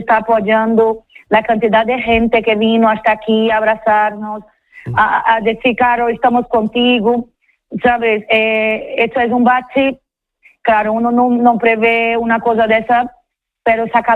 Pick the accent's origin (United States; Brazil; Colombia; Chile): Brazil; São Luís, Maranhão; Spanish is a second language; now in Spain